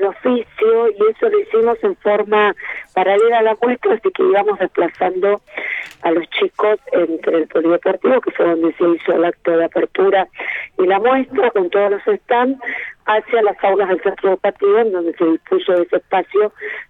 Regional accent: Bahía Blanca, Buenos Aires Province, Argentina; now in Villarino, Argentina; yo soy de Bahía Blanca y me siento una más de acá del distrito, hace muchos años que estoy

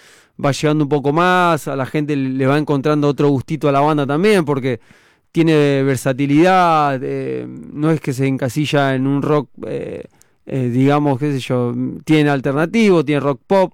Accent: Florencio Varela, Buenos Aires Province, Argentina; somos de Florencio Varela.

